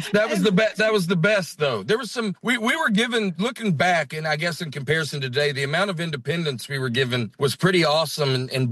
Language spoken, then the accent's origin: English; Huntsville, Alabama, United States; moved away; Now, where I grew up in Alabama